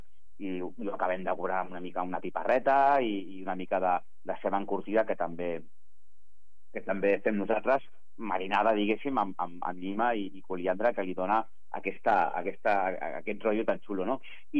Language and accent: Catalan; Súria, Catalonia, Spain; Jo soc de Súria, del Bages, del cor de Catalunya